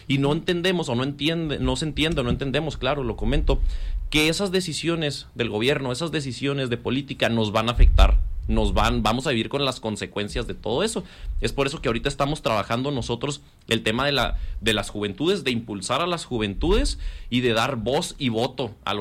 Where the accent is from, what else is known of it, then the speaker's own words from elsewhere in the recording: Vicente Guerrero, Chihuahua, Mexico; Guerrero, que yo soy de Guerrero, originario de ahí.